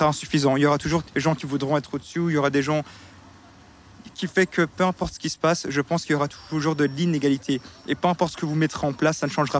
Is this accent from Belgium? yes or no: yes; Ixelles, Brussels-Capital Region, Belgium; born there; Si vous voulez, moi, à la base, je suis né ici à Ixelles.